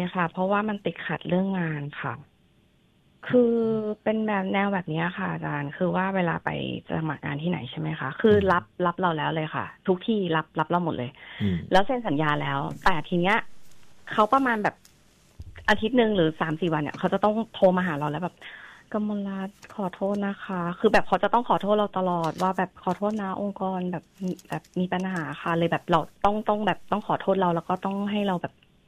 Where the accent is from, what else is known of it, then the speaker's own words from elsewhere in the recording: Chonburi, Thailand; born there; เกิดที่ชลบุรีค่ะ